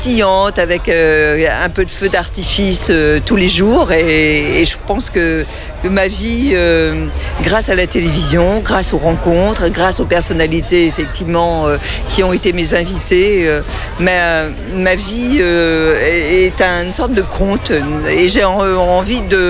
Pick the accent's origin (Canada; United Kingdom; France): France; Brittany